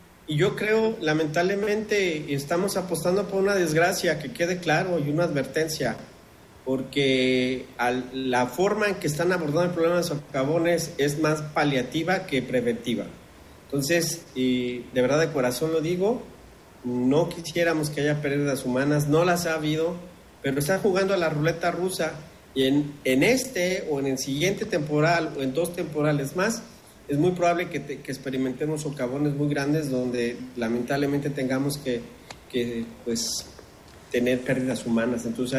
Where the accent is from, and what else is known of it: Guadalajara, Jalisco, Mexico